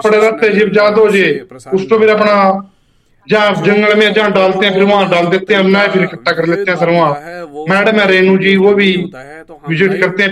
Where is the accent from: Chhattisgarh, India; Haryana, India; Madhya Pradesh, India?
Haryana, India; Yunuspur